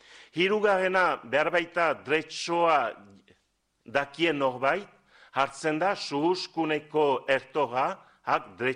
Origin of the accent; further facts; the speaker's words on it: Estérençuby, Nouvelle-Aquitaine, France; Bo, ni Estrentzubikoa naiz, eta badakit gure herrian, laborarien artean, eta ez dira dena berdin